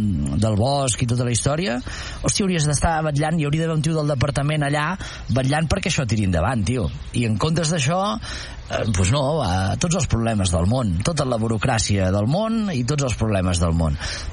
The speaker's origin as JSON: {"language": "Catalan", "region": "Catalonia", "country": "Spain", "said": "jo em dedico a la cultura, la meva xicota del sector primari, som catalans"}